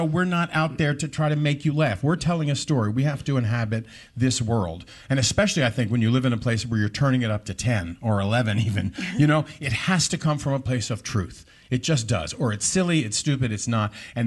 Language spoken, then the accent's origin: English; Washington, District of Columbia, United States; Growing up in Washington, D.C., which was a great theater town as well.